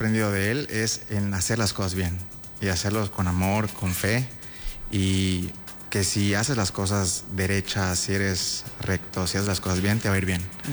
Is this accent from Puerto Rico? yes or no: no; Mexico; moved away; soy de Xuscap